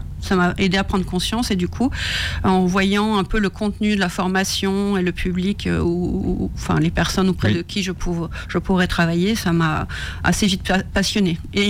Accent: Grand Est, France; Moi, okay, je suis de Lorraine, donc du coup j'ai travaillé en Lorraine, Nancy et puis la Meuse.

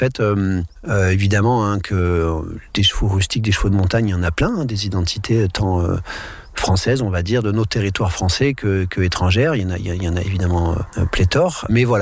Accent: Grenoble, Auvergne-Rhône-Alpes, France; also born or lived in Verdun; J'y ai peu grandi, hein, puisque j'ai débarqué à Grenoble à 4 ans, et voilà, l'évolution professionnelle de mes parents ont plutôt fait de moi un grenoblois ou un alpin.

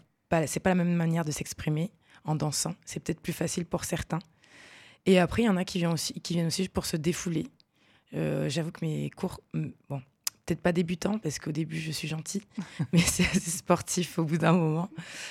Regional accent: Valence, Auvergne-Rhône-Alpes, France; moved away as an adult; also born or lived in Seville; J'ai perdu mon emploi là-bas en Espagne. Donc du coup, je suis revenue dans ma ville natale.

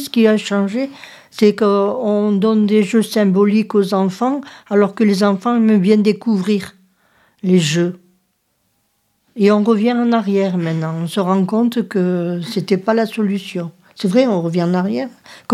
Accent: Southern France, France; accent: Midi; tu as vu, j'ai l'accent du midi.

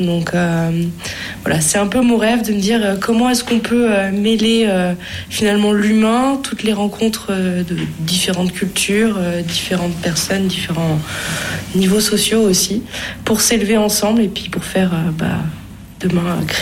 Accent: Auvergne-Rhône-Alpes, France; je suis contente d'être revenue aujourd'hui finalement à côté de Lyon, puisque c'est là où j'ai grandi et je suis installée

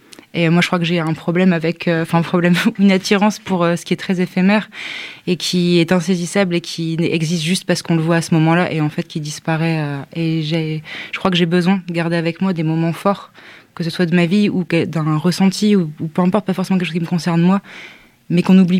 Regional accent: the north of France, France; Moi je viens du nord de la France

